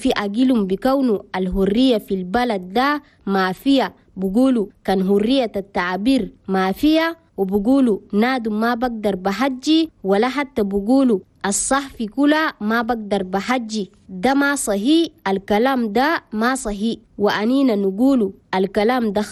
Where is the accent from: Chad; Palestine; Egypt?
Chad; ومن كل التراب حنا بلدنا تشاد، من الشمال للجنوب